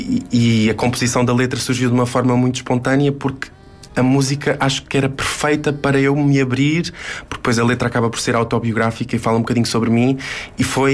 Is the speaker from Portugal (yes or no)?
yes; Figueira da Foz, Centro, Portugal; um amigo meu da Figueira da Foz, que é a minha cidade natal